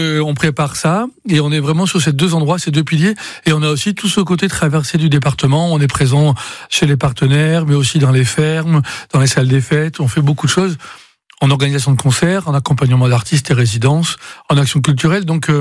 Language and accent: French; Auvergne-Rhône-Alpes, France; chez nous en Ardèche